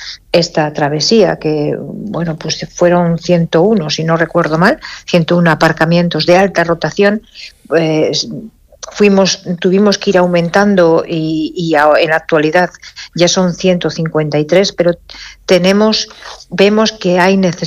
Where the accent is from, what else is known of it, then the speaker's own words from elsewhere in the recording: Torrelavega, Cantabria, Spain; esas personas que somos de Torrelavega